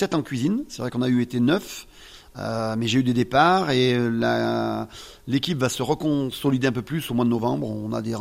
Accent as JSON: {"language": "French", "town": "Saint-Étienne", "region": "Auvergne-Rhône-Alpes", "country": "France", "said": "moi je suis stéphanois."}